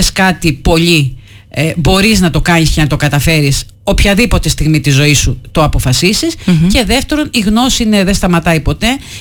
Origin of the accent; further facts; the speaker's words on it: Crete, Greece; Είμαι Κρητικιά, είμαι από νησί, δεν θα μπορούσα να ζήσω ποτέ κάπου που δεν έχει θάλασσα